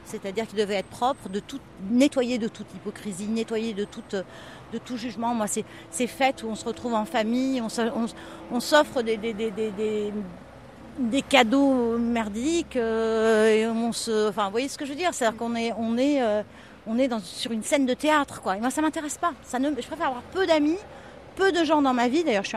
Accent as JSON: {"language": "French", "town": "Nice", "region": "Provence-Alpes-Côte d'Azur", "country": "France", "tie": "born there", "said": "Et je suis née à Nice pour ça."}